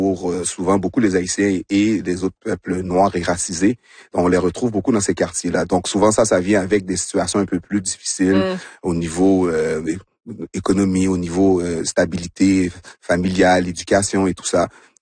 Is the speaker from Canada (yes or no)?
yes; Montreal, Quebec, Canada; born or raised there